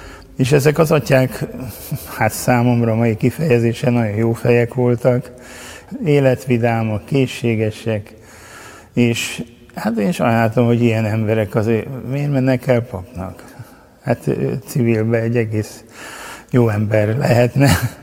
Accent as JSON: {"language": "Hungarian", "town": "Nagybajcs", "region": "Győr-Moson-Sopron", "country": "Hungary", "tie": "born or raised there", "moved": "as an adult", "lives_now": "Budapest, Hungary", "said": "Egy szigetközi kis faluban születtem, illetve Győrben születtem, és Nagybajcson éltem, nevelkedtem a szüleim és a testvérem mellett, és ott jártam iskolába is"}